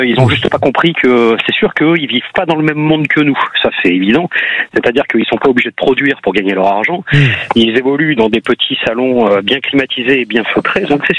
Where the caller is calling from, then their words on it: Grasse, Provence-Alpes-Côte d'Azur, France; je suis à Grasse